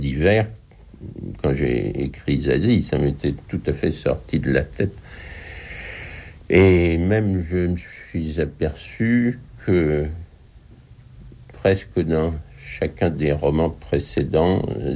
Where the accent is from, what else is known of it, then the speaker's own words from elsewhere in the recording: Le Havre, Normandy, France; Étant enfant, même des personnages sont plus ou moins ressemblants à des personnages que j'ai connus dans mon enfance au Havre.